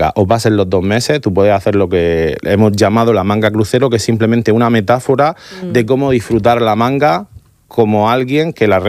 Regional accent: Murcia, Region of Murcia, Spain; la Catedral de Murcia, a los que somos de Murcia, o el Teatro Romano, pues nosotros estamos acostumbrados a verlo

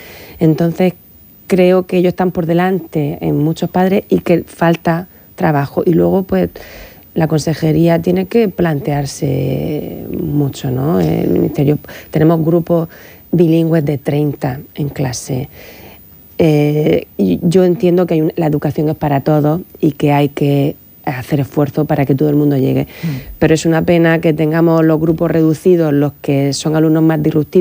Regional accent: Cartagena, Region of Murcia, Spain; Y dos que somos de Cartagena.

